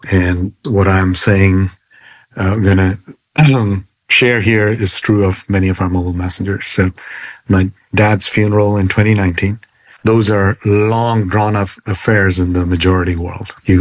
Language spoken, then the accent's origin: English; India; moved away; I grew up in India on the mission field.